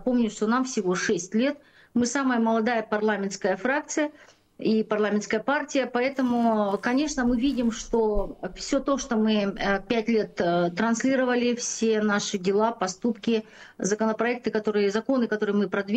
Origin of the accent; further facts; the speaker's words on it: Sakha Republic, Russia; И с моей малой родины, из Чуропчинского района, поступила первая новость для партии